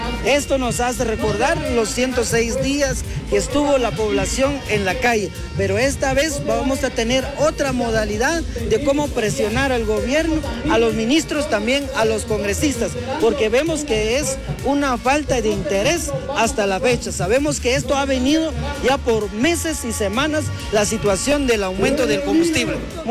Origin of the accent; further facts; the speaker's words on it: Guatemala; nosotros como autoridades y como pueblo guatemalteco